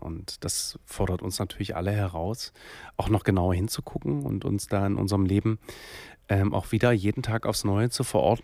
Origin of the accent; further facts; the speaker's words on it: Dresden, Saxony, Germany; Ich glaube am Ende dann doch Dresden, meine Heimat.